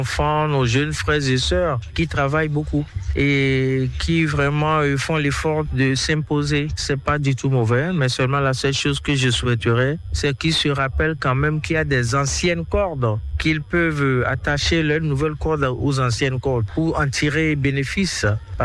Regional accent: Benin; now in Côte d'Ivoire; Je suis à mon 8e album. Je réside en Côte d'Ivoire. Je suis béninoise, d'origine ivoirienne par alliance.

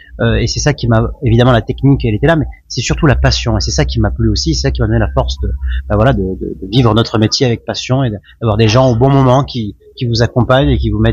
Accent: Sisteron, Provence-Alpes-Côte d'Azur, France; also born or lived in Marseille; Et je suis originaire de Sisteron, je suis entre Sisteron et Marseille.

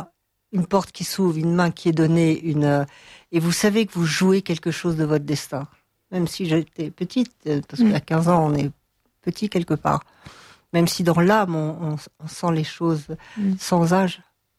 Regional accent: Strasbourg, Grand Est, France; born there; Je suis née à Strasbourg car mon père travaille au Conseil de l'Europe, à la création du Conseil de l'Europe

